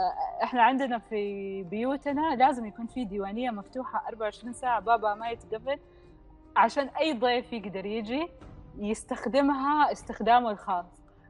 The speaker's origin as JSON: {"language": "Arabic", "country": "Saudi Arabia", "said": "عندنا في السعودية"}